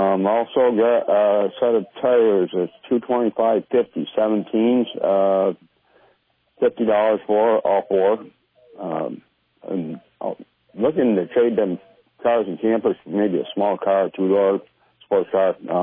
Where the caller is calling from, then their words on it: St. Albans, Vermont, United States; from St. Albans.